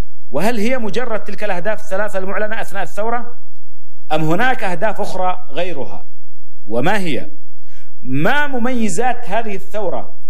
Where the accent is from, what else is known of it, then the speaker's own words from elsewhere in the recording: Yemen; ونحتاج للبحث فيها كيمنيين